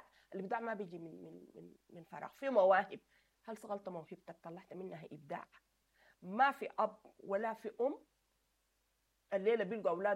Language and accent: Arabic; Sudan; نحن كسودانيين عندنا نظام الأسرة الممتدة